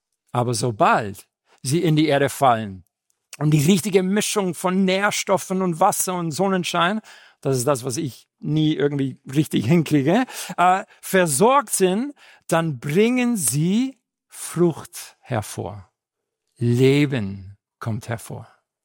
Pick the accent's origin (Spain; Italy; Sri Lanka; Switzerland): Spain; Madrid, Community of Madrid; born or raised there; German is a second language; also born or lived in Seville / Chicago; now in Fischbach, Germany